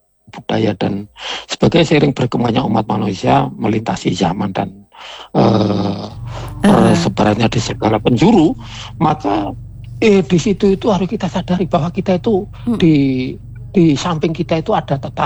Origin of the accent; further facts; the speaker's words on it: Indonesia; kesadaran kita sebagai orang bangsa Indonesia yang banyak beragam, mulai dari suku, agama dan lain sebagainya